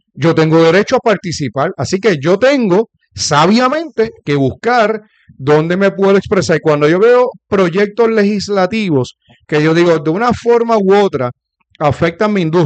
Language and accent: Spanish; Puerto Rico